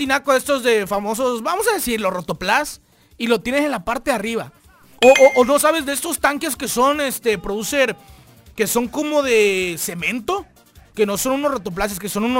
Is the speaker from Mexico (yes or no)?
yes; Chiapas, Mexico; En lo particular también los chapanecos nos llevamos cierto como que guiño, que nos identifica también de cierta forma de que somos precisamente aquí del estado de Chiapas